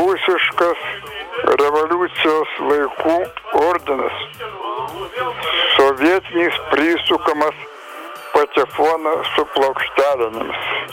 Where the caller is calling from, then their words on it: Utena, Utena County, Lithuania; Aš iš Utenos skambina.